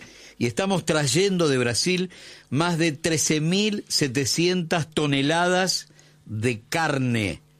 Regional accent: Argentina; Somos Argentina.

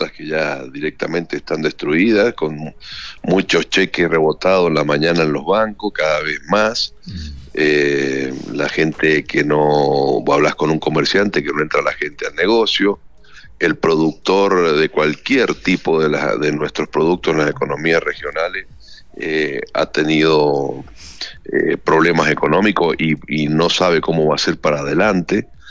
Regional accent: Mendoza, Argentina; lo digo como mendocino, ¿no? Esto, en Mendoza, este esquema realmente nos pega muy mal.

